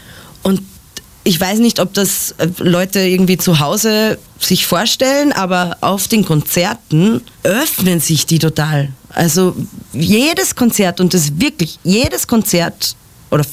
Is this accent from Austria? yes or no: yes; Ebensee, Upper Austria, Austria; born or raised there; now in Vienna, Austria